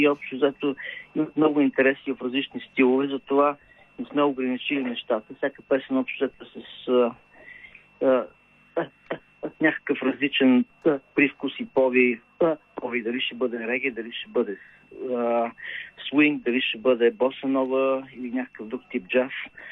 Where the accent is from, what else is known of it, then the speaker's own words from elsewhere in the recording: Stara Zagora, Stara Zagora Province, Bulgaria; moved away; много обичам Стара Загора. Това е родния ми град.